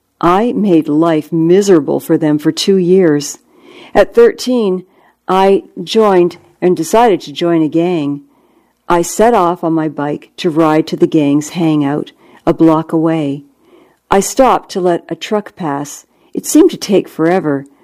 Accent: Compton, California, United States; I grew up in Compton, south of L.A., raised by a single mom with three kids.

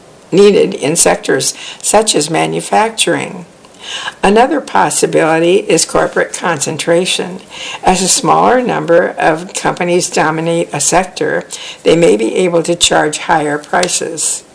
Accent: Danville, Illinois, United States; first person in my family to earn a college degree, a milestone my parents celebrated with pride. In my hometown of Danville, Illinois, only about 17% of adults have one.

